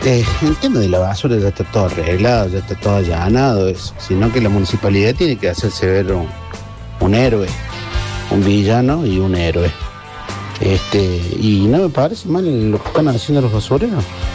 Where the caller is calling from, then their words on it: Córdoba, Argentina; Somos muy sucios los cordobeses.